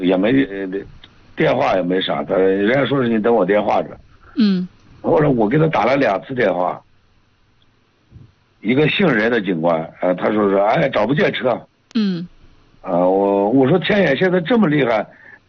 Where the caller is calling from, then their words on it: Yongji, Shanxi, China; 我是永济的。